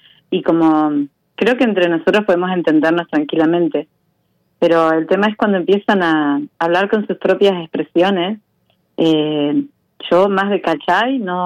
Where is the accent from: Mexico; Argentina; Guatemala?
Argentina; Necochea, Buenos Aires Province; No, soy de Argentina, pero sí. de una ciudad costera en el sur de Buenos Aires, pero no creo que la conozca nadie. Se llama Necochea.